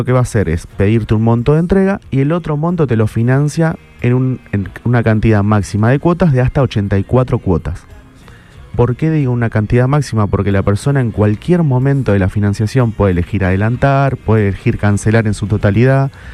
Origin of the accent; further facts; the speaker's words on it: Entre Ríos, Argentina; now in Rosario, Argentina; nosotros como rosarinos, mira, me adopté porque yo soy Entre Ríos.